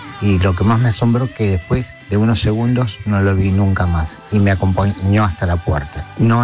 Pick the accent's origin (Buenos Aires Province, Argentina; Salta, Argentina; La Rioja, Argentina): Buenos Aires Province, Argentina; Pilar; yo soy de Pilar, estoy escuchando el programa de Birmacher que me encanta